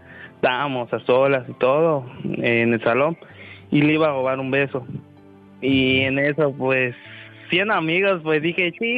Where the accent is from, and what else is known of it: Mérida, Yucatán, Mexico